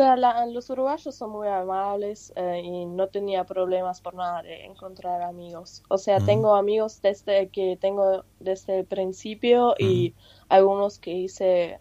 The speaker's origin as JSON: {"language": "Spanish", "country": "Germany", "second_language": "Spanish", "lives_now": "Argentina", "said": "O sea, yo soy europea y nosotros caminamos a todos los lados."}